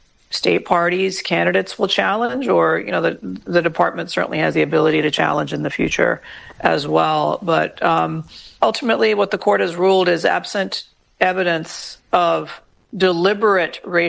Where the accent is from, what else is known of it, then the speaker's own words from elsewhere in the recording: North Carolina, United States; I grew up in the Deep South